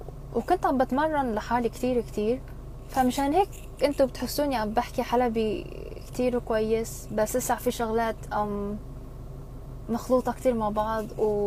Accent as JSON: {"language": "Arabic", "town": "Aleppo", "region": "Aleppo Governorate", "country": "Syria", "also_born_or_lived": "South Korea", "accent": "Aleppo dialect (Halabi)", "second_language": "Arabic", "said": "وهنن كانوا في كوريا، فتعلمت منهم أول. أظن هنن من حلب مشان هيك عندي لهجة حلبية، لأنه تعلمت منهم."}